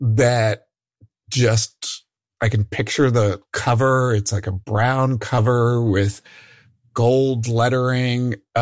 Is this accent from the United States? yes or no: yes; New Jersey, United States; So I grew up in New Jersey. I was born in the early 1960s.